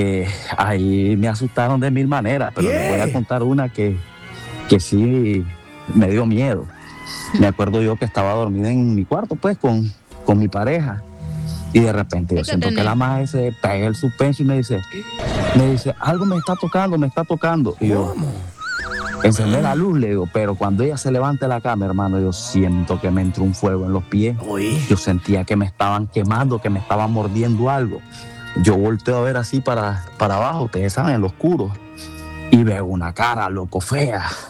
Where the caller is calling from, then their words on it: León, Nicaragua; yo soy de León, brother, y nosotros vivimos en la calle central, que son calles, casas de coloniales, o sabes, casas antiguas.